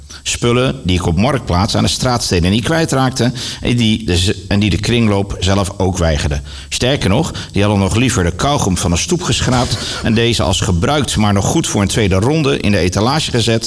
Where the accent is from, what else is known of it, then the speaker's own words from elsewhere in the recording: North Brabant, Netherlands; Ik kom uit Brabant.